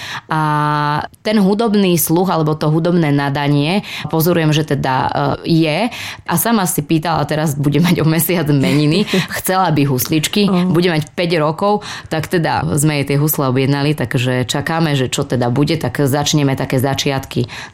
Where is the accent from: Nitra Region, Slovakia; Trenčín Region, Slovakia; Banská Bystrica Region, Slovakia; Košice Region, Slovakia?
Banská Bystrica Region, Slovakia; hľadali u nás v Helpe, hneď v susednej dedine, pedagóga teda na zástup. No a vlastne riaditeľ oslovil vtedy mňa. Bola som v maturitnom ročníku a mala som 18 rokov.